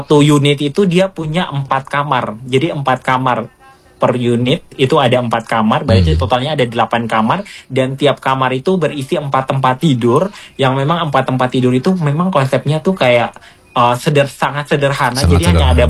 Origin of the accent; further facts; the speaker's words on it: East Nusa Tenggara, Indonesia; Jadi memang kalau kita suku Timor itu ada anyaman yang dipakai buat tutup masak makanan itu, ada namanya takak dan tudung.